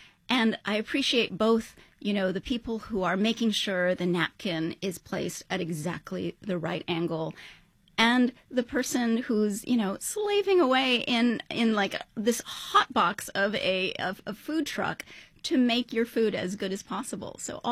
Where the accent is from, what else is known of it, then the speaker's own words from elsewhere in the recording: New York City, New York, United States; So I think that part of being a New Yorker is that we are really scrappy on some level.